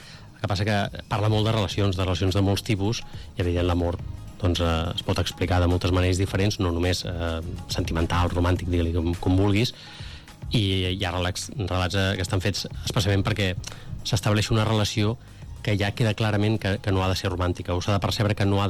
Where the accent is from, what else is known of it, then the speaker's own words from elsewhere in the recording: Catalonia, Spain; sóc de Baix Llobregat